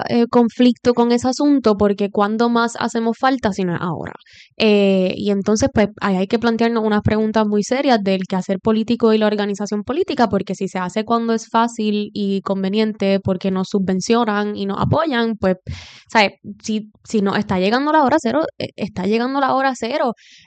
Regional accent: Puerto Rico; Y hay que hacer la paz con eso, como puertorriqueños, colonia de los Estados Unidos.

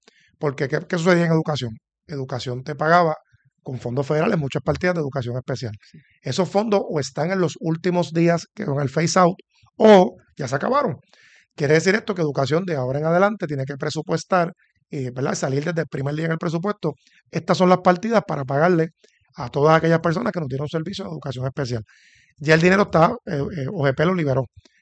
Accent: Puerto Rico; como puertorriqueños y puertorriqueñas

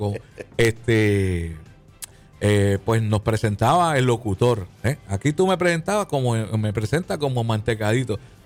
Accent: Puerto Rico; y somos boricuas

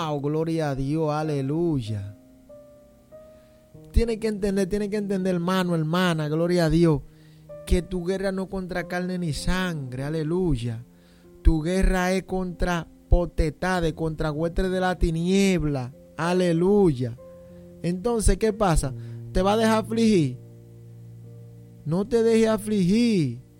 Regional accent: Santo Domingo, Dominican Republic; como decimos en Santo Domingo

